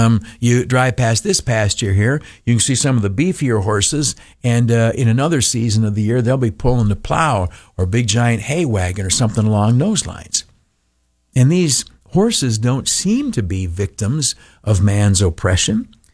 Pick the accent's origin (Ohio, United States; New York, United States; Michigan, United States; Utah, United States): New York, United States; now in Mount Morris, United States; I'm from the Southern Tier, but not too many days pass in my life living down in Mount Morris